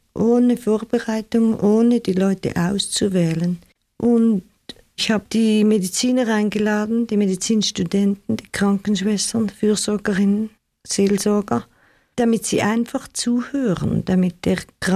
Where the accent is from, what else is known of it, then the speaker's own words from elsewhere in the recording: Switzerland; accent: Swiss; moved away as an adult; now in New York City, United States; ich bin in der Schweiz groß geworden und in die Schule gegangen und habe Medizin studiert in der Schweiz und habe dann einen Amerikaner geheiratet und bin in New York City gelandet.